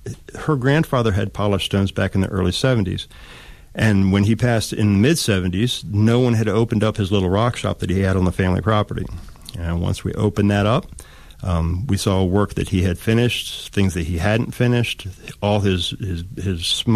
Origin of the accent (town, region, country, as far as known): Rockville, Maryland, United States; moved away as an adult; now in Northport, United States